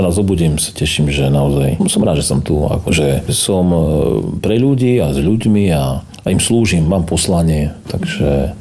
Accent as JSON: {"language": "Slovak", "region": "Prešov Region", "country": "Slovakia", "accent": "Šariš dialect", "said": "aj ja mám také obľúbené nárečové slova šariské."}